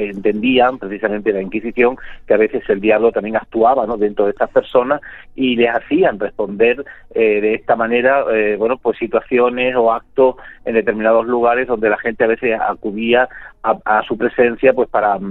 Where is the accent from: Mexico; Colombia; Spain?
Spain; Extremadura; Porque, bueno, pues porque es uno de esos temas que, sobre todo en mi tierra, en Extremadura, pues estaba por explotar.